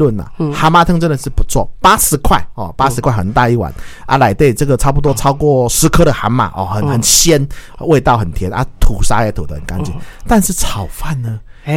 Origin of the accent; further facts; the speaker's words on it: Taiwan; 因为我台湾人就讲这叉饭，嗯，太干了。